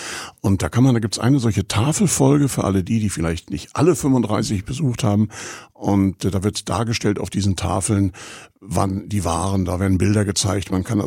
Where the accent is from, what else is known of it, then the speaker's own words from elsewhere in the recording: Rostock, Mecklenburg-Vorpommern, Germany; ich bin in Rostock ja geboren und habe hier meine Jugend verbracht und habe hier studiert, habe hier geheiratet. Also ich bin aus Rostock.